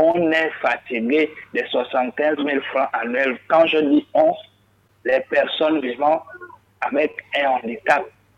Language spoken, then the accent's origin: French; Gabon